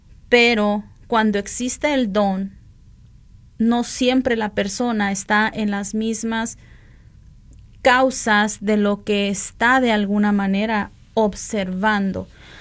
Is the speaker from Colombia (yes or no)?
no; Sonora, Mexico; los que somos de Sonora